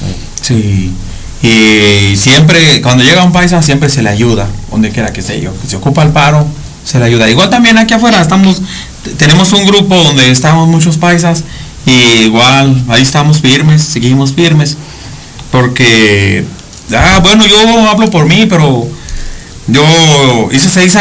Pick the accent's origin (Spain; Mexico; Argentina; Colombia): Mexico; es de todos los mexicanos, nada más mexicanos somos paisas.